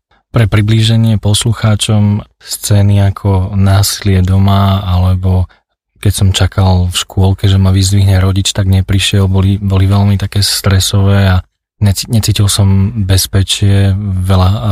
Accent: Žilina Region, Slovakia; now in Bratislava, Slovakia; pochádzam z Liptova, mám 28 rokov a s manželkou mám dvoch krásnych chlapcov a momentálne žijeme v Bratislave.

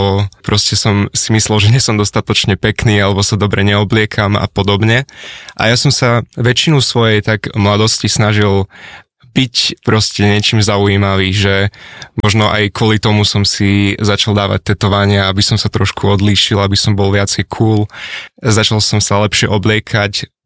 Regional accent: Bardejov, Prešov Region, Slovakia; now in Bratislava, Slovakia; Ja som sa neskôr presťahoval do Bratislavy a nie som pôvodne z Bratislavy, som z Bardejova. Pozdravujem Bardejov

